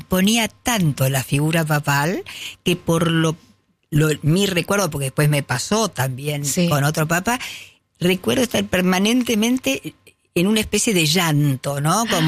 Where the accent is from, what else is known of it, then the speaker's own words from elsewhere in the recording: Argentina; Entonces, yo había pensado, digo … de la Argentina.